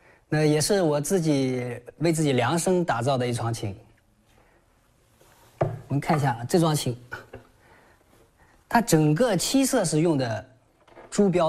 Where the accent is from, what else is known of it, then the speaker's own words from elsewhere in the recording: Shaanxi, China; 我的家乡在千沟万壑的黄土高原，从小呢住的是土窑洞，唱的是信天游，打的是安塞腰鼓。